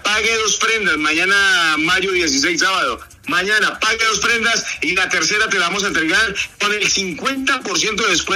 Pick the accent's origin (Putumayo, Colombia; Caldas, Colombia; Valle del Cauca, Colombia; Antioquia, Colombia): Valle del Cauca, Colombia; Cali